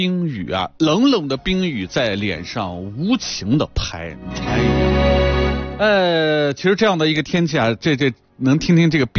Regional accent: Shanxi, China

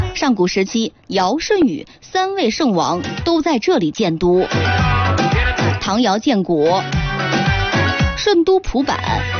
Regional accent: Yuncheng, Shanxi, China; 我们的故乡，我们的家乡山西运城。

